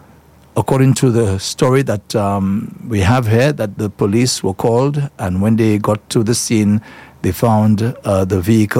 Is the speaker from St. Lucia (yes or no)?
yes; La Clery, Castries, St. Lucia; La Clary, that's my hometown. I feel I say my home community, La Clary.